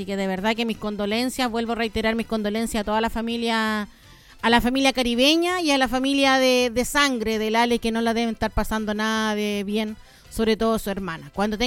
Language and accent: Spanish; Peumo, O'Higgins, Chile; porque yo soy peumina, todos saben que yo soy de Peumo.